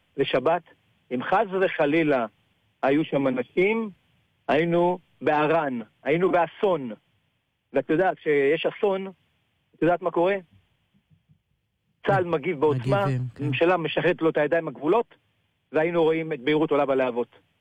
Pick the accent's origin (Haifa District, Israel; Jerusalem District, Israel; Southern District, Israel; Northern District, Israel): Northern District, Israel; Kiryat Shmona; אני נולדתי פה. נולדתי בצריף הירוק בקריית שמונה. גדלתי פה, התחנכתי פה